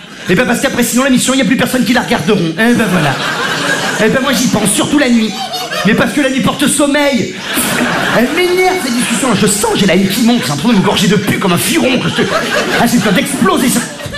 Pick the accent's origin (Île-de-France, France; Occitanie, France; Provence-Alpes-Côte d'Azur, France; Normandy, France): Provence-Alpes-Côte d'Azur, France; Ah, je suis provençal. Ça veut dire on lave la culotte, on entend les cigales.